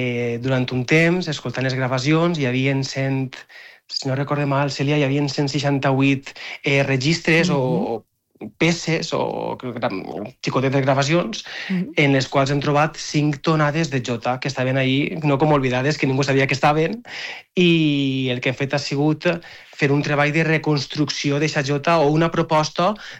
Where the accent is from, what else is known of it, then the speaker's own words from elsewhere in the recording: Ròtova, Valencian Community, Spain; l'ha tocat al meu poble, a Rotova.